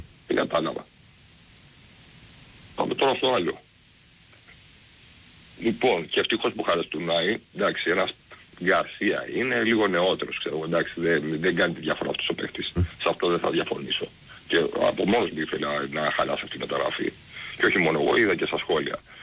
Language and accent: Greek; Chania, Crete, Greece; από τα Χανιά είμαι, σου είπα. Είμαι από τα Χανιά.